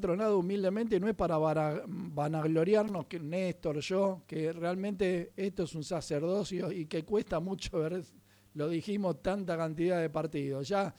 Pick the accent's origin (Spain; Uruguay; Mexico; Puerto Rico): Uruguay; como decimos en Uruguay